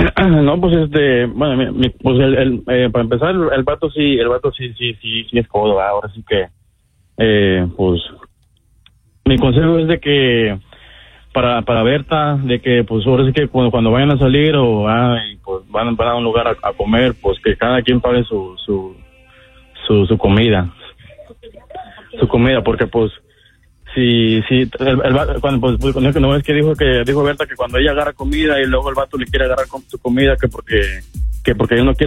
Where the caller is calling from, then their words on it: Elgin, Texas, United States; De acá de Elgin, Elgin, Texas.